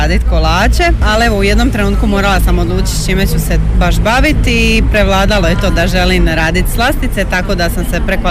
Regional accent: Trogir, Split-Dalmatia County, Croatia

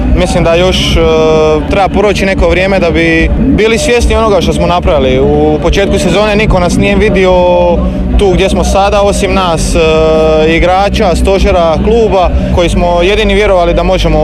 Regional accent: Slavonia, Croatia; moved away as an adult; now in Omiš, Croatia; kad se dođe ovdje kao Slavonac

